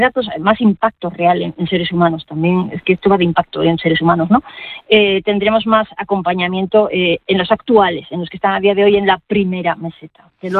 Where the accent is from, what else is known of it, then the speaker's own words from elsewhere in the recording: Navarre, Spain; qué afortunados soy los de Navarra